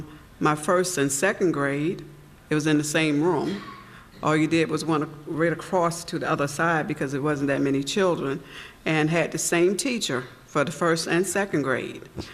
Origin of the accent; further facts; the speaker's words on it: Cape Charles, Virginia, United States; Growing up in Cape Charles